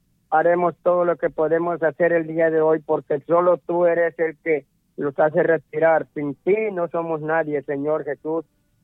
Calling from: La Lima, Cortés, Honduras; de la Lima Cortés

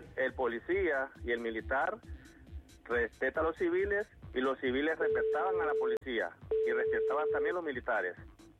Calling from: Honduras; Yo soy hondureño.

